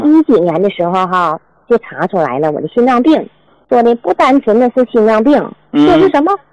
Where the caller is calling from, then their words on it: Shenyang, Liaoning, China; 我家是沈阳的，我今年64岁了。